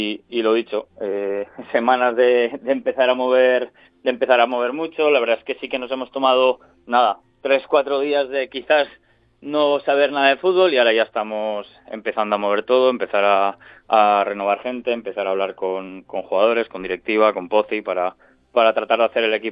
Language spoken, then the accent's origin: Spanish; Binéfar, Aragon, Spain; llegué a debutar en el equipo de mi pueblo, en el Binéfar